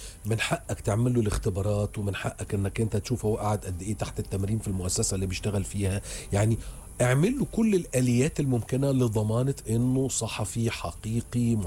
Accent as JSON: {"language": "Arabic", "country": "Egypt", "said": "هل ده نموذج هيبقى ناجح عندنا في مصر"}